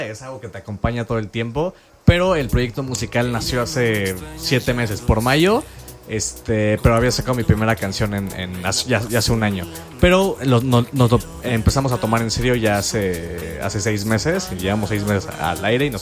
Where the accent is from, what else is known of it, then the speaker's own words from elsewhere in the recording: Mexico; accent: Mexican; soy mexicano.